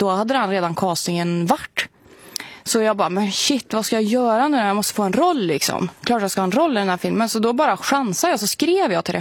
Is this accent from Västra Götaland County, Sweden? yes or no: no; Värmland, Sweden; jag är från Värmland liksom